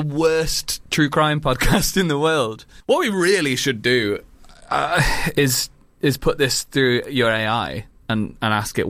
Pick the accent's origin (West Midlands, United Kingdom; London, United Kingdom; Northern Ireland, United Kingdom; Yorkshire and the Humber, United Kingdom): Yorkshire and the Humber, United Kingdom; Leeds; When are you going? I'm from Leeds.